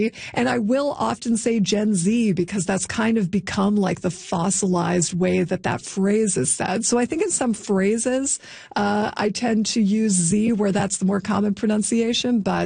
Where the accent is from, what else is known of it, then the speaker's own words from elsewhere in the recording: Canada; It's a subtle way to distinguish ourselves as Canadian to anyone who's listening.